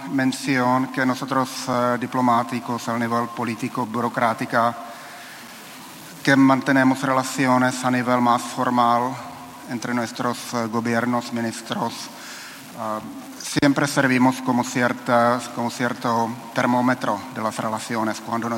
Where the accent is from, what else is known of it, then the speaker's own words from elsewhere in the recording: Czechia; moved away as an adult; now in Mexico; como un orgulloso checo, un embajador de mi país en México